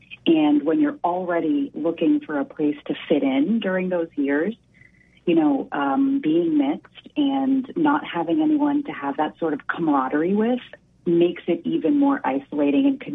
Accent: Houston, Texas, United States; I was mixed race. And I was growing up in Houston, Texas in 1999 with a Colombian immigrant mom and a Persian immigrant dad.

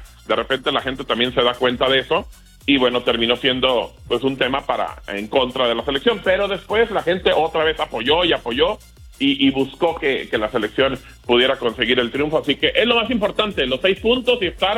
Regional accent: Mexico; que debemos de entender como mexicanos

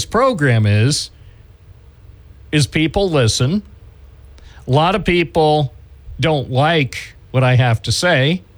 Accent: Binghamton, New York, United States; born there; I've been in Binghamton for a long time, too. I was born here

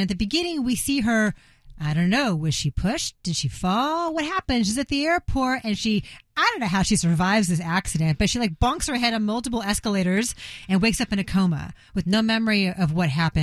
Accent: Los Angeles, California, United States; I grew up in L.A. in the 80s, totally.

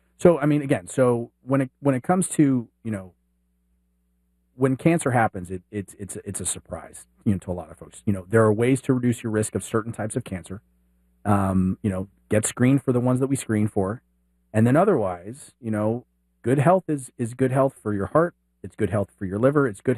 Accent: Dallas, Texas, United States; born or raised there

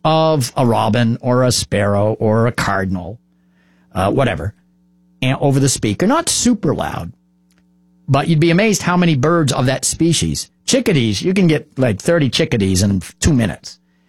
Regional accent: Marlboro, New Hampshire, United States; Marlboro, my hometown, is also having a big celebration because it's also Marlboro's 250th anniversary.

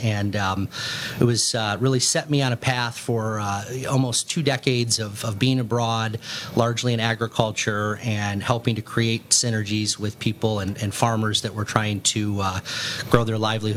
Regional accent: Reed City, Michigan, United States; now in Lansing, United States; I am. I live in Lansing these days, but I'm from Reed City. It's a wonderful community right at the crossroads of US 131 and US 10.

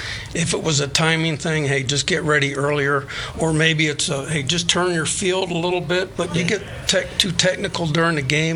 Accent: California, United States; moved away as an adult; Living in California, growing up in California

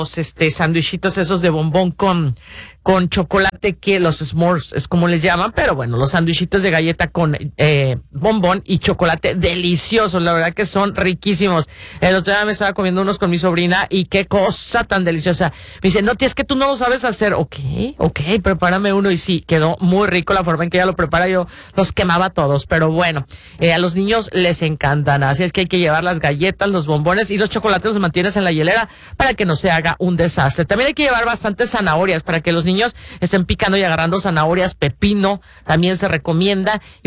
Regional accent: Mexico; como mexicanos, pues, no llevamos las tortillas.

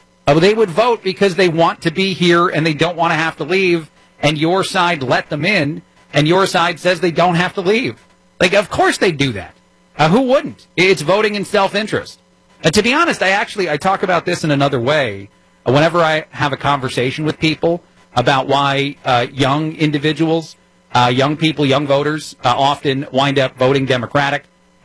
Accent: New Jersey, United States; accent: New York; I'm from Jersey. I'm an Italian from Jersey.

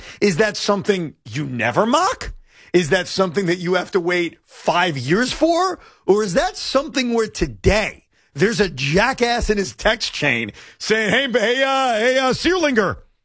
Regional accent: Long Island, New York, United States; I'm from Long Island.

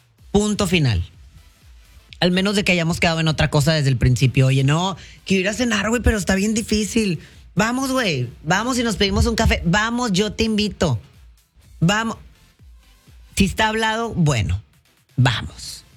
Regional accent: Monterrey, Nuevo León, Mexico; also born or lived in Houston, United States; now in United States; yo nací en Houston, ¿no? Mis papás vivían en Houston, trabajaron mucho tiempo acá, en California, en La Pizca. Me crié en Monterrey. Después de que yo nací, decidieron regresar a México. Entonces, yo soy mexicana por mis papás y porque ahí me crié.

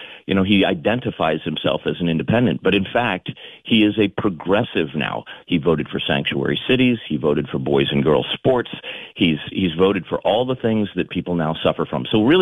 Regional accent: Wayne, Maine, United States; now in Leeds, United States; I grew up in Wayne.

